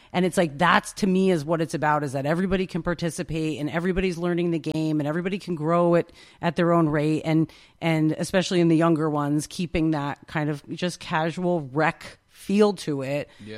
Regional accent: New York, United States; born there; now in Catskill, United States; so I'm not from Catskill, but I'm from across the river, but I might as well be from a different planet. I know how these communities can be. I grew up in one, you know, Nobody comes and nobody goes.

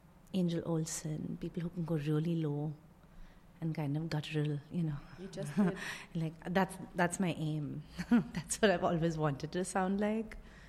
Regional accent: Mumbai, Maharashtra, India; I'm originally from Bombay, India. I have received a lot of comments about my voice, especially in the West. I have never received a comment about my voice back home.

